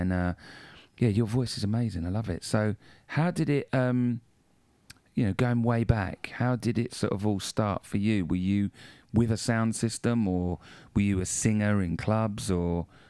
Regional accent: London, United Kingdom; growing up in South London

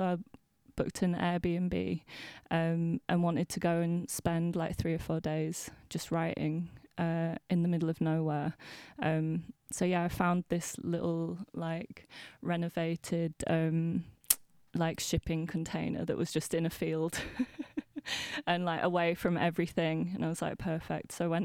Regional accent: Leeds, Yorkshire and the Humber, United Kingdom; moved away as an adult; now in London, United Kingdom; I've lived in London for like 4 years now, 3 or 4 years. And growing up in Leeds, I mean, it's still a big city

